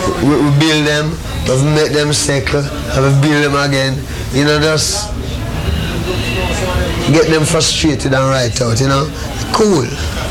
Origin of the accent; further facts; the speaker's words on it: Jamaica; Because during my time growing up in Jamaica, from I reached 16, 17, from I reached 18, I never stopped running from police till I had 32.